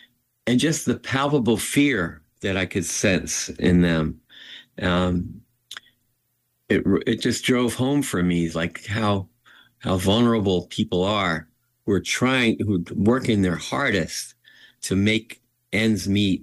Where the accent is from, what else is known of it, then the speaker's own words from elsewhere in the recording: New York City, New York, United States; I grew up in Manhattan, in what is now called Washington Heights, but right on the border of Washington Heights and Harlem.